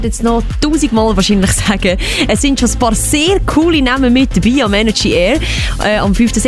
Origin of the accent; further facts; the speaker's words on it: Switzerland; da freuen wir uns als Schweizer